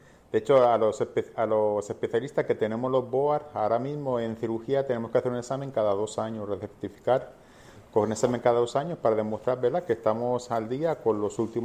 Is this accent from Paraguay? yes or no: no; Spain; moved away as an adult; also born or lived in Zaragoza; now in Puerto Rico; Yo soy español, estudié en la Universidad de Zaragoza. Una vez que terminé, vine a Puerto Rico y aquí sí que hice la residencia en el hospital universitario.